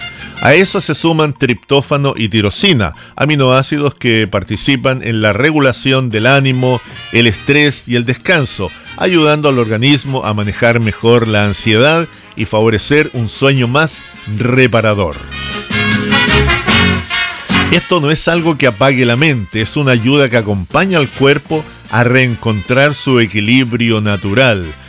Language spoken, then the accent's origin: Spanish; Chile; nosotros acá en Chile hablamos español, castellano, chileno